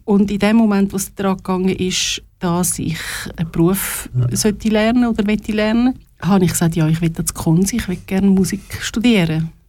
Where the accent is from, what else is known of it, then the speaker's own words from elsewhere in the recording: Linthal, Glarus, Switzerland; Ich bin hinterst im Glarnerland aufgewachsen, also geboren in Glaris und aufgewachsen ganz hinten in Lintal.